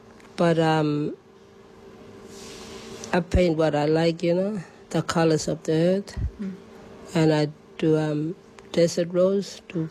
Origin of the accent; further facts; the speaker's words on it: Kalgoorlie, Western Australia, Australia; now in Tennant Creek, Australia; I'm from Kalgoorlie. But I've been living at Ely Krang, working there as a school teacher, and now I'm here in Tennant Creek.